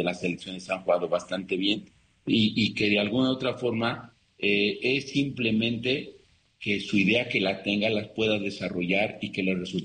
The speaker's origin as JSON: {"language": "Spanish", "country": "Mexico", "said": "esto éramos los mexicanos"}